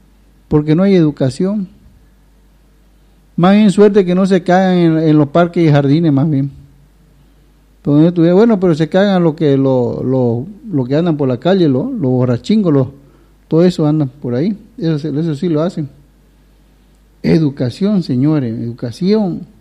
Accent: Beni, Bolivia

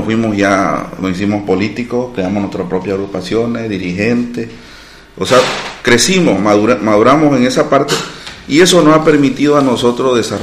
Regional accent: San Javier, Beni, Bolivia; Yo soy del municipio de San Javier.

